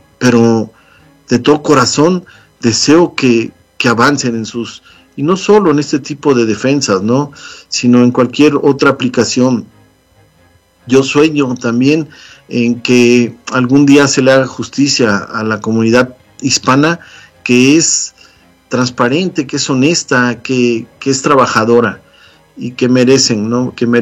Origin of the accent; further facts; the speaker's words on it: Mexico; now in United States; nosotros, los mexicanos